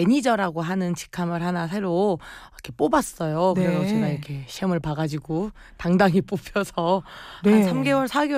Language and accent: Korean; Jeonju, North Jeolla, South Korea